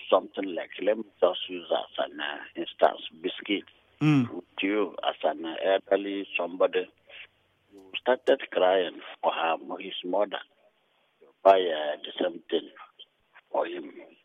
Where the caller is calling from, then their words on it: Aba, Abia, Nigeria; I'm calling you from Abba.